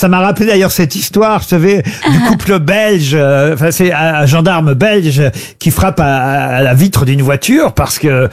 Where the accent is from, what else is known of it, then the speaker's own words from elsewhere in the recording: France; chez nous en France